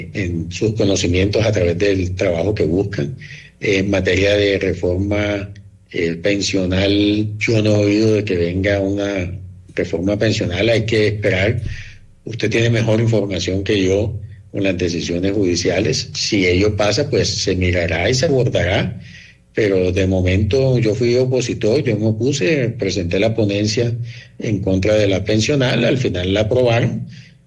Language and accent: Spanish; Santa Marta, Magdalena, Colombia; now in Bogotá, Colombia; Más samario que el morro, como decimos allá los samarios, en la ciudad de Santa Marta.